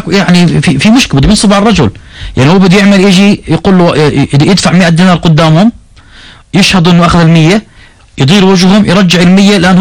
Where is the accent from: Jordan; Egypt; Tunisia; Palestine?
Jordan